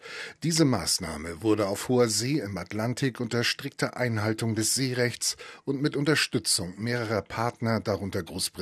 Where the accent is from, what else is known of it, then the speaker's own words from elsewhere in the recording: Donbas, Ukraine; als gebürtigen Donbass-Bewohner